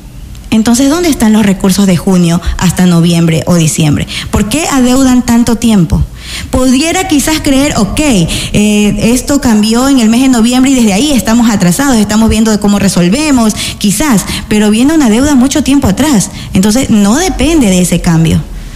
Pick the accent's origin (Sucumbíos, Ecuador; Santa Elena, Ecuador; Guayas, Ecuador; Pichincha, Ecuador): Santa Elena, Ecuador; La Libertad; Pues yo soy netamente peninsular, netamente Santa Elena. Mi niñez la viví aquí en el Cantón La Libertad. Estudié en la escuela Faustino Sarmiento, aquí